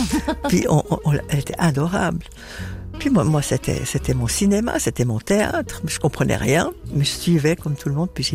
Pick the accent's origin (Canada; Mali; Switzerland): Switzerland; Lausanne, Vaud; born there; also born or lived in Colombier; Bon, ma grand-mère habitait Lausanne, donc ma mère est venue accoucher près de sa maman, donc je suis née à Lausanne, mais j'ai passé 10 jours en clinique.